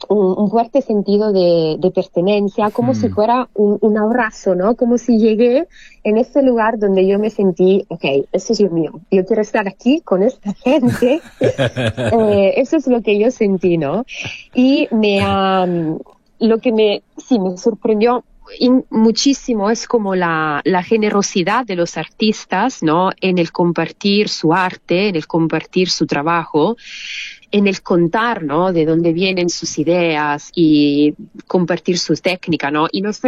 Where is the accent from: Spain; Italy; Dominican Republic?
Italy; born there; Spanish is a second language; cuando volví a Italia fue bajar al río de mi pueblito, entonces, no de Torino, sino de donde originariamente, donde nací